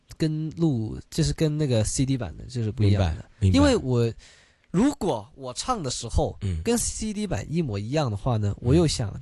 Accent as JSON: {"language": "Chinese", "country": "Hong Kong", "said": "因为我们香港人是怎么样，我们吃饱饭然后就看个戏"}